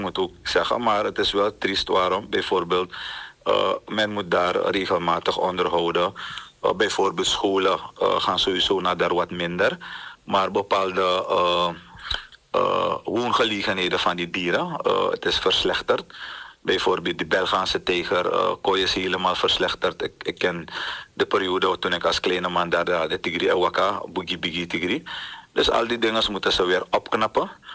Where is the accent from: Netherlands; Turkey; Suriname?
Suriname; En als Surinamer, als persoon, heb ik geen andere keus om me in te zetten.